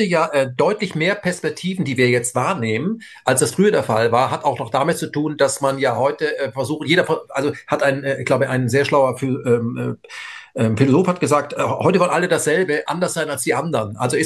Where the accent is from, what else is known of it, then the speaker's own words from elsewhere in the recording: Germany; Und ich kann es als Deutscher nicht so richtig einschätzen, weil die Schweiz ist für uns Deutsche komplex.